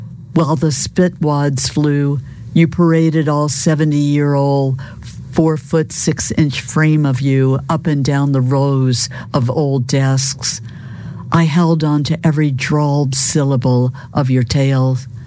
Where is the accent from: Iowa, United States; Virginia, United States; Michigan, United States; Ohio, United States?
Virginia, United States; I grew up in Southern Virginia town, which left its indelible mark on me. And we were just across the Appomattox River from Petersburg, where the Battle of the Crater took place during the Civil War.